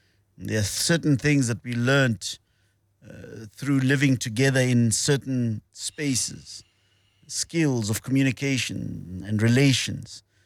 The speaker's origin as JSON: {"language": "English", "country": "South Africa", "said": "I'm a South African, I know my people."}